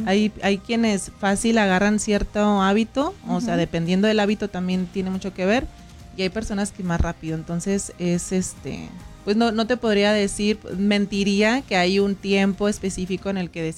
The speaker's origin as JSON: {"language": "Spanish", "town": "Camargo", "country": "Mexico", "tie": "born or raised there", "moved": "yes", "said": "soy originaria de Camargo, entonces, okay, vengo de allá, vengo de carretera."}